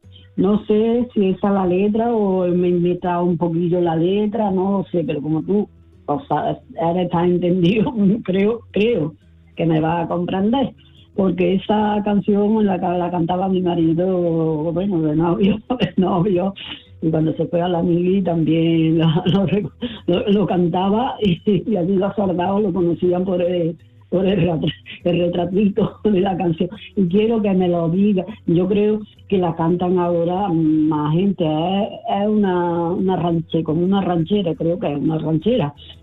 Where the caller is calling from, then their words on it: Córdoba, Andalusia, Spain; Buenas tardes, mira … de Córdoba.